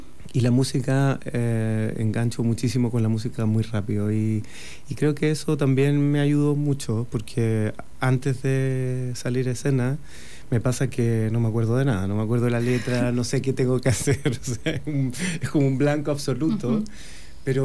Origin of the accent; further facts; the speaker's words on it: Chile; yo crecí en Chile